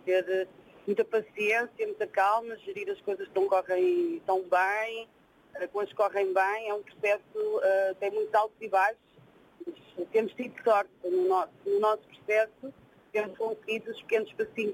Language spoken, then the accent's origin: Portuguese; Sobral de Monte Agraço, Lisbon, Portugal; Sim, somos de Sobral de Monte Graço, mas vamos para Coimbra porque foi onde conseguimos o processo do Sistema Nacional de Saúde mais rápido.